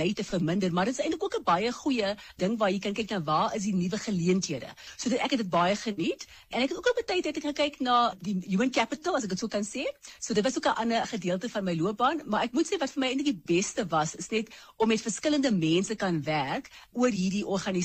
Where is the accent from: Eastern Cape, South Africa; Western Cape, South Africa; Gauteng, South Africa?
Gauteng, South Africa; Johannesburg; my ma kom van Mosselbaai en my pa van Oudtshoorn. So ek sien dit as my wortels. Maar ek het egter groot geword in Klipspruit Wes, 'n buurt in Eldorado Park in Johannesburg.